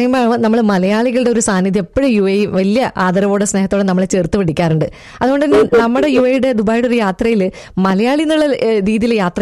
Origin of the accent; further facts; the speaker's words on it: Nileshwaram, Kerala, India; now in United Arab Emirates; ഞാൻ നീലേശ്വരത്ത്.